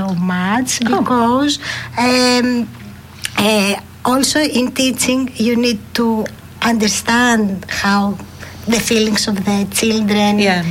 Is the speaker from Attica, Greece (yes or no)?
yes; Athens, Attica, Greece; now in Crete, Greece; I was born and raised in Athens, where I worked for many years as a primary school teacher.